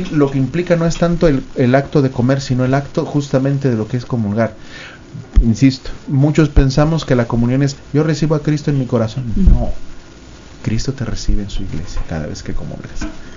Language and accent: Spanish; Mexico; en el caso nuestro de México es Santa María de Guadalupe